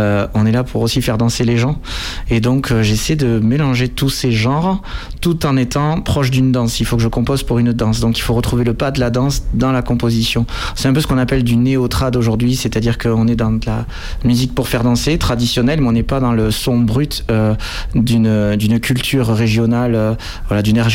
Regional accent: Toulouse, Occitanie, France; parce que moi je viens de Toulouse

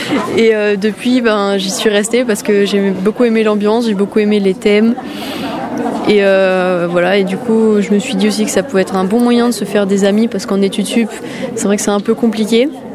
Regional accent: Occitanie, France; moved away as an adult; now in Toulouse, France; Non, moi je suis plutôt du Lot, donc je suis venue à Toulouse pour mes études et voilà.

